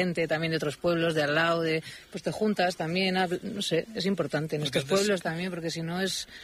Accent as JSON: {"language": "Spanish", "town": "Pamplona", "region": "Navarre", "country": "Spain", "lives_now": "Villanueva, Spain", "said": "yo soy de Pamplona, pero vivo en Villanueva."}